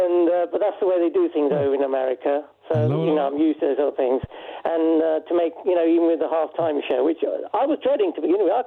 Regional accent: England, United Kingdom; I'm English

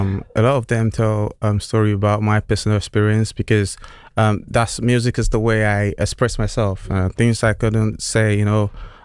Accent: Nigeria; now in United Kingdom; like you said, I'm from Nigeria, but I'm based in the UK.

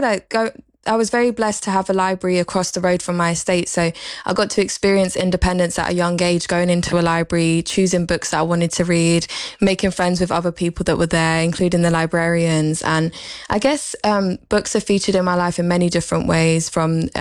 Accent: Romford, London, United Kingdom; I grew up in Romford, actually, in East London

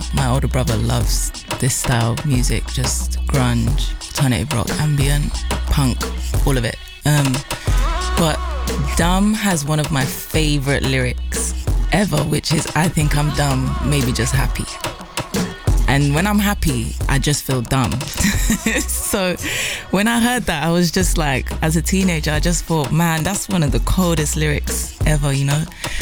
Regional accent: London, United Kingdom; born there; growing up in London

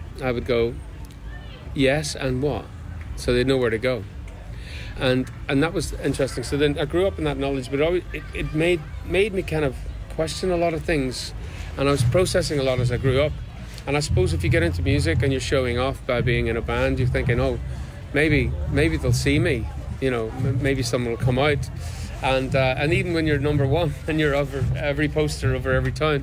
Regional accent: Derry, Northern Ireland, United Kingdom; when I grew up in the Bogside, I was born in 66, and we were there. We moved out because of the Bloody Sunday and all the trouble

